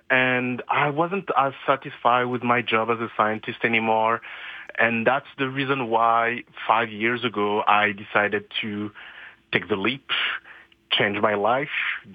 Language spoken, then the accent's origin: English; Paris, Île-de-France, France; English is a second language; moved away as an adult; now in Calgary, Canada; So I was born and raised in Paris.